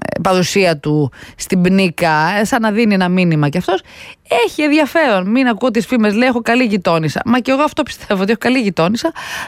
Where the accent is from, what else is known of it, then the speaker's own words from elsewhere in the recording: Pyrgos, Western Greece, Greece; Αυτά είναι πατσακονιές που λένε στο χωριό μου την Πελοπόννησο. Λοιπόν, πολύ το αναφέρω το χωριό μου.